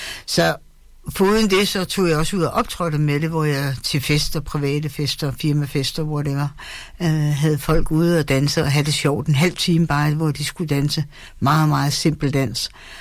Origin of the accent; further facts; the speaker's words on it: Fredericia, Region of Southern Denmark, Denmark; Jeg er jøde, ja. Jeg er fra Fredericia.